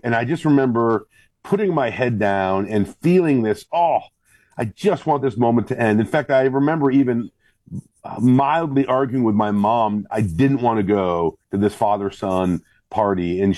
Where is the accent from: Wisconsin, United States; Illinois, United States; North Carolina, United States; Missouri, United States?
Illinois, United States; Grew up, born and raised in Northern Illinois.